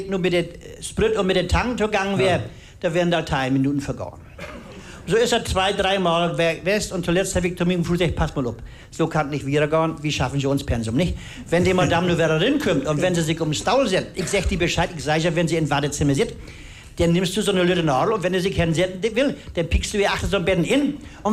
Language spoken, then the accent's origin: German; Northern Germany, Germany; accent: Low German; denn ich spreche nicht so dull Dialekt in Hochdeutsch. Hm. Und wenn ich den mag, diese haben Schwierigkeiten, den habe ich mal so ein Plattdeutsch-Wort infleiten lassen.